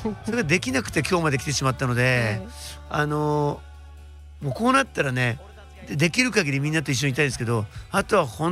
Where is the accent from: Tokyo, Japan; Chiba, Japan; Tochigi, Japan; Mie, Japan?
Chiba, Japan; これも上総4市と言うんですけど、僕の地元はこの上総4市だというふう